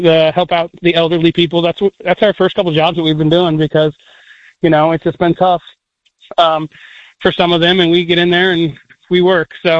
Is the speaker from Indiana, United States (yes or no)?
yes; Beech Grove, Indiana, United States; I'm originally from Beech Grove. I graduated from Beech Grove, and it's an important community to me